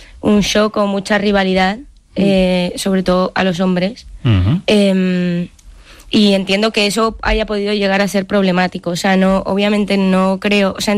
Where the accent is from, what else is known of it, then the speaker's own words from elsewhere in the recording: Madrid, Community of Madrid, Spain; viví una adolescencia en la que yo también que soy de Madrid el feminismo